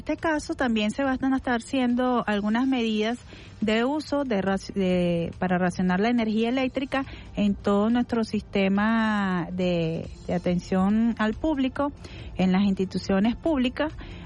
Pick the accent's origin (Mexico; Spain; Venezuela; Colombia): Venezuela; rogando a Dios, como somos nosotros los venezolanos, siempre poniendo todo en manos de Dios y teniendo mucha fe